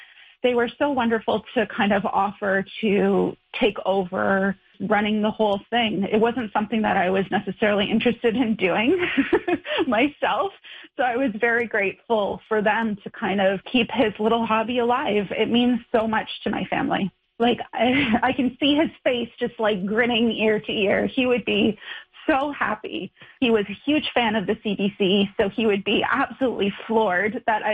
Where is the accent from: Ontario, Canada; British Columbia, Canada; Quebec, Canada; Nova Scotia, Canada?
Ontario, Canada; Sudbury; Like, I know growing up in Sudbury, we had the Big Nickel there, and any time we had friends or family come to visit us, we always had to go to the Big Nickel to show them.